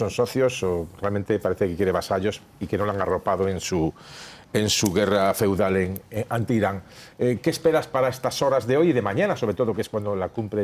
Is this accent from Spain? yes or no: yes; Galicia, Spain; soy gallego